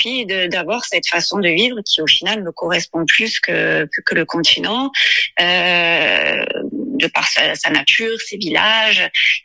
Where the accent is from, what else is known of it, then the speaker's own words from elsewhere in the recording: Marseille, Provence-Alpes-Côte d'Azur, France; now in Corsica, France; Voilà, donc je suis arrivée en Corse en 2004. Je suis de Marseille de base, mais mes racines sont corses puisque ma grand-mère calvaise est originaire de Montcal et de Calenzane.